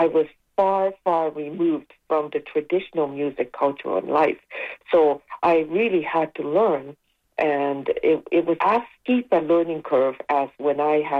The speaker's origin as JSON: {"language": "English", "country": "Canada", "said": "people are confused when I describe myself as a Canadian composer."}